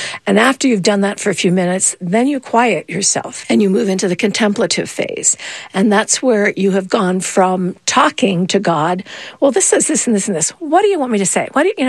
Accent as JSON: {"language": "English", "town": "Latrobe", "region": "Pennsylvania", "country": "United States", "tie": "born or raised there", "said": "If you're looking for a Benedictine one, I'll send you to my hometown, Latrobe, Pennsylvania."}